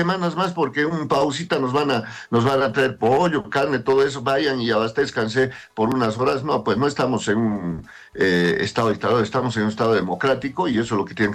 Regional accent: Bolivia; nuestros derechos como bolivianos

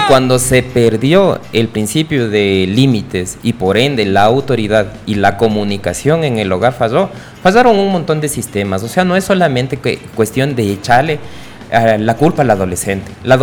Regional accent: Quito, Pichincha, Ecuador; soy de ese escaso y reducido número de quiteños 100%, porque yo soy quiteño.

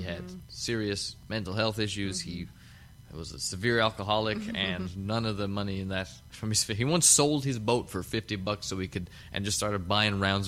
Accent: Placentia Bay, Newfoundland and Labrador, Canada; I was born and raised in Placentia Bay, Newfoundland. My grandfather was a fisherman.

